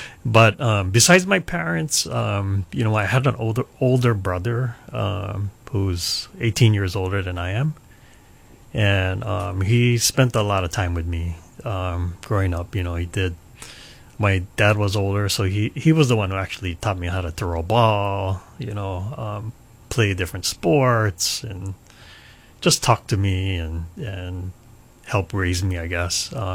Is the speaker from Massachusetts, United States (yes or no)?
no; Hilo, Hawaii, United States; So I grew up actually on the Big Island, Hilo. I grew up in Hilo, born and raised there. I'm a graduate of Hilo High School. And as you just said, I attended the University of Hawaii.